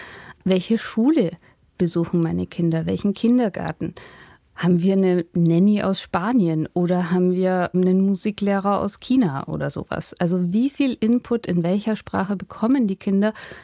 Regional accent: Hof, Bavaria, Germany; accent: Franconian; moved away as an adult; ich bin auch zweisprachig aufgewachsen. Also bei uns in Hof oder in Reau, da spricht man Fränkisch. Und als ich dann nach Berlin gegangen bin zum Studium

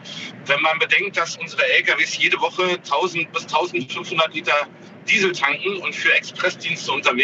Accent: Gerbstedt, Saxony-Anhalt, Germany

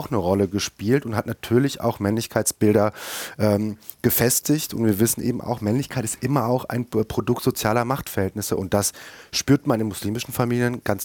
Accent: Turkey; moved away; ich komme aus der Türkei

